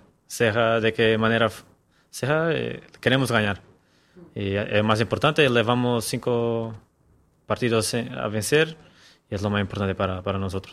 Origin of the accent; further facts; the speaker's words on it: Algarve, Portugal; Spanish is a second language; Yo soy de sur de Portugal, Algarve, que es como un poco como aquí, como Almería, la temperatura, mucho calor también, una ciudad muy pequeña también, eso es muy parecido.